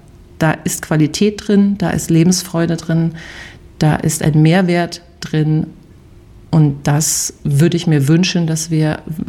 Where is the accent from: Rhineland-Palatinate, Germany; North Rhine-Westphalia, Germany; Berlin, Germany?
Rhineland-Palatinate, Germany; Frankenthal; mindestens im Oktober auch noch eine Show haben in Frankenthal in meiner Heimatstadt, wo ich mich sehr drauf freue